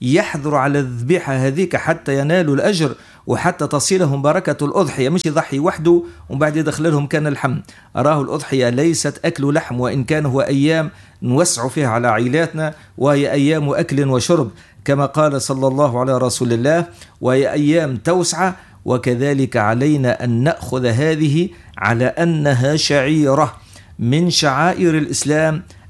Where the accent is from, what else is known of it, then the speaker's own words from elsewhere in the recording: Tunisia; ونحمد الله أن جينا من تونس وليس من بلاد أخرى